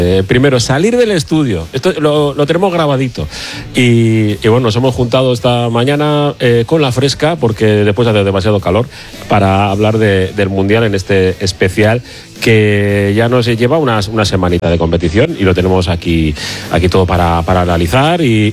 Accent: Bilbao, Basque Country, Spain; born there; also born or lived in Galicia; yo vivía en el barrio que llamamos Masustegui, ¿sabes? El barrio de Masustegui, donde veníamos todos los gallegos.

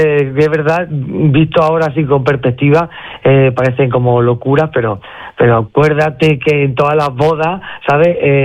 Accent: Yecla, Region of Murcia, Spain; yo que vengo de Yecla, que es una zona que está al norte de Murcia, muy cerca de Valencia

